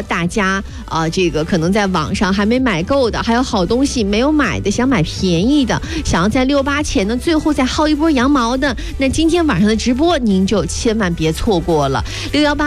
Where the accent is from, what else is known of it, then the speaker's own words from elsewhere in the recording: Yichang, Hubei, China; 我们宜昌人实在太熟了